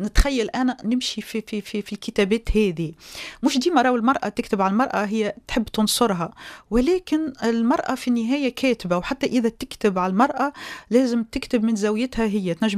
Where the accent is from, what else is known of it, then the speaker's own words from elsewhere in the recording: Tunisia; نحن في تونس